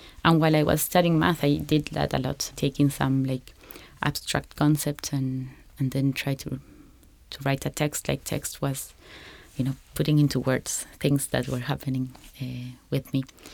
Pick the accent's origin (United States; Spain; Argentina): Argentina; Lomas de Zamora, Buenos Aires Province; I'm outside from Buenos Aires. I'm in Lomas de Zamora, which is kind of close.